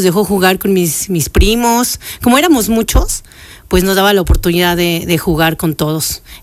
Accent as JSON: {"language": "Spanish", "region": "Puebla", "country": "Mexico", "tie": "born or raised there", "said": "mi edad es de 36 años. Yo nací aquí en Puebla y en Loma Bella, Arboledas de Loma Bella"}